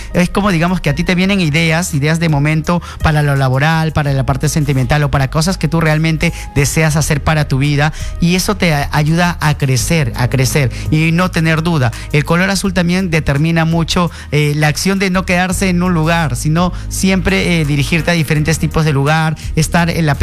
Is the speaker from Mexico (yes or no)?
no; Peru; a nosotros como peruanos